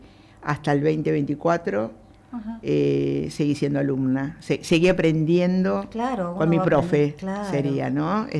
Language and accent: Spanish; La Plata, Buenos Aires Province, Argentina; yo soy de Los Hornos